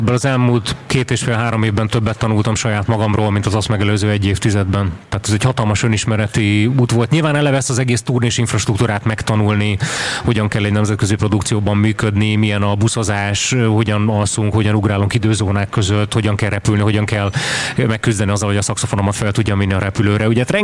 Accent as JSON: {"language": "Hungarian", "country": "Hungary", "said": "öten vagyunk ebben a produkcióban magyarok"}